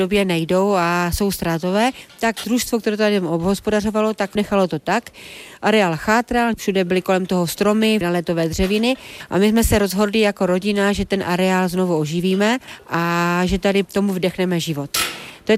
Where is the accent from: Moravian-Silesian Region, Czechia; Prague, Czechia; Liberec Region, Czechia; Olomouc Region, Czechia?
Moravian-Silesian Region, Czechia; Proskovice; Jsem z Proskovic. Neřekla bych, že jsem úplně z zemědělské rodiny, ale celý život jsme doma měli prasátko, ovečku, slepice, králíky.